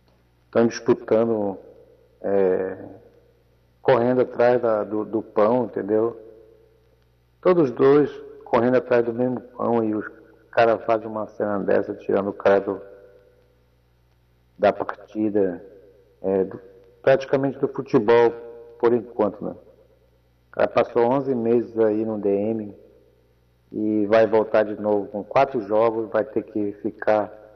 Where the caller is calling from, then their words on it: Pará, Brazil; Eu sou remista, mas sou paraense